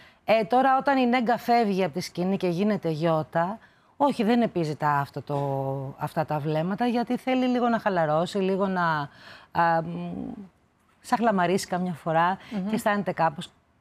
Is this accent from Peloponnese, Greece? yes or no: yes; Tripoli, Peloponnese, Greece; Κοίτα, επειδή είμαι ορεινός τύπος, λέει, η καταγωγή μου και τα παιδικά μου χρόνια τα έζησα στην Τρίπολη, αγαπώ πολύ και τα βουνά.